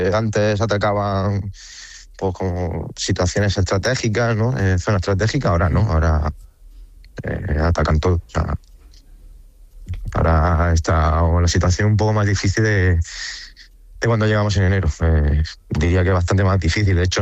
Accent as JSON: {"language": "Spanish", "country": "Spain", "said": "Hay 5, somos 5 españoles en el cuerpo técnico también"}